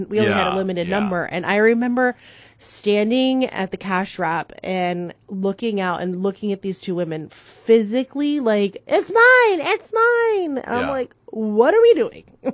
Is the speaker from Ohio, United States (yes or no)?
yes; Ohio, United States; But growing up in Ohio